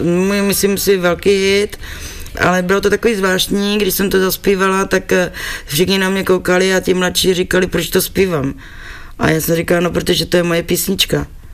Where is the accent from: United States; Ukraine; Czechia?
Czechia; Moravia; Já říkám, že jsem Moravačka jak poleno, jako Losa cum prásk. A jak jižní, tak severní.